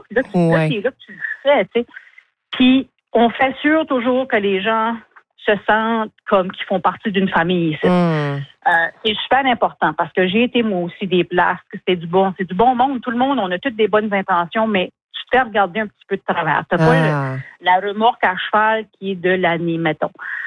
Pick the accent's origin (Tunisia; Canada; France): Canada; Edmundston, New Brunswick; also born or lived in Moncton